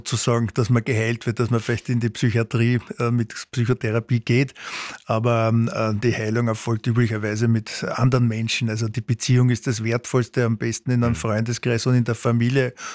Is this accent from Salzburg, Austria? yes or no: no; Vienna, Austria; ich komme aus Grinzing